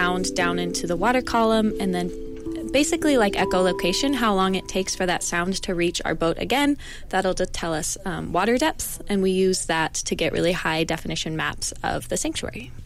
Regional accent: Reno, Nevada, United States; moved away as an adult; now in Michigan, United States; So I'm from Reno, Nevada, so I grew up close to Lake Tahoe, and I thought Lake Tahoe was a big lake.

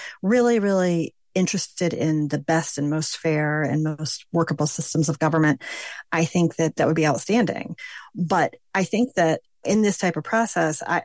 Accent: Alabama, United States; I'm also from Alabama, where they sort of consider amending the Constitution to be like the second only to college football is the state sport.

